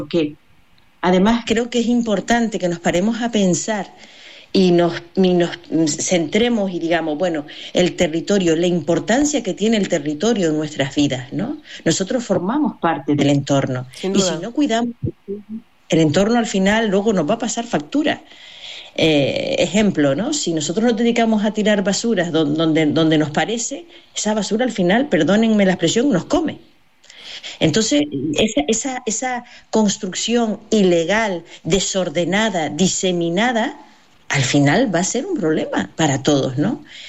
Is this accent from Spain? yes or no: yes; Canary Islands, Spain; como islas canarias que somos